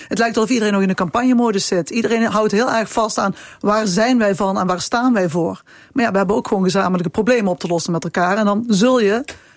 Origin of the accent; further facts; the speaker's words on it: Peel, Netherlands; Ja, kijk, ik kom uit de Peel.